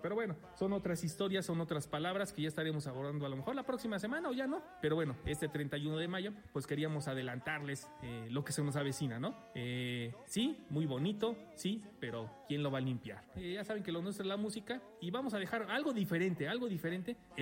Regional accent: Mexico; Si luego nosotros como mexicanos no sabemos

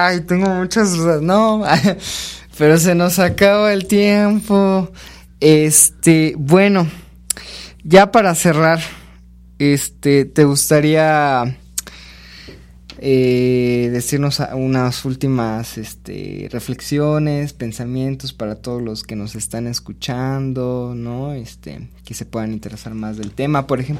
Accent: Quintana Roo, Mexico; also born or lived in Mérida; yo soy del sur, de Quintana Roo, y a mí me gusta, bueno, en algún tiempo viví un ratillo en Mérida.

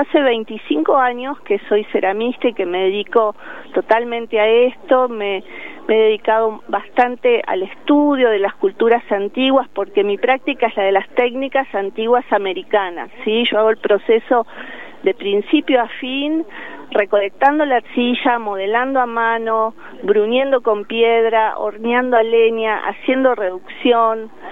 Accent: Los Cocos, Córdoba, Argentina; yo soy de Córdoba, de Los Cocos, un pueblo en el Valle de Punilla.

